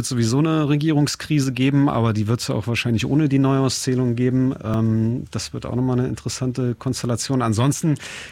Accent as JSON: {"language": "German", "town": "Kassel", "region": "Hesse", "country": "Germany", "tie": "born or raised there", "said": "hier in Kassel aufgewachsen auch."}